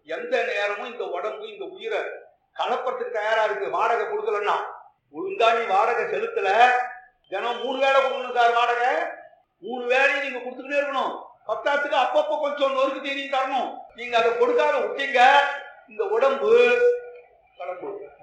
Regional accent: Kanchipuram, Tamil Nadu, India; நான் காஞ்சிபுரத்தை சேர்ந்தவன்றதுனால

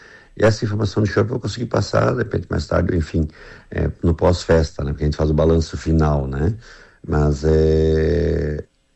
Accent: Jaraguá do Sul, Santa Catarina, Brazil; eu sou de Jaraguá, vou a Jaraguá votar

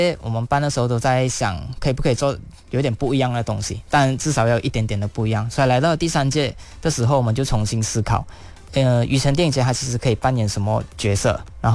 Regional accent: Taiping, Perak, Malaysia; moved away; 我的家乡太平

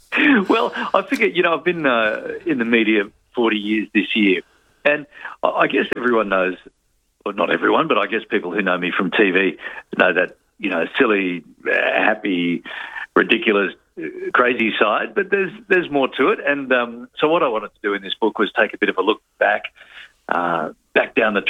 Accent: Sydney, New South Wales, Australia; also born or lived in Melbourne; I was born in Melbourne. And then when Dad's post had finished down there a few months later, we all sort of, got on the train and came back to Sydney.

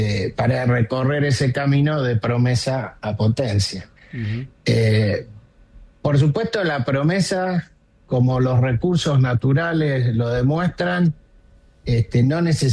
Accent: Argentina; Nosotros somos empresarios que vivimos, nacimos, fuimos criados y vivimos en la Argentina

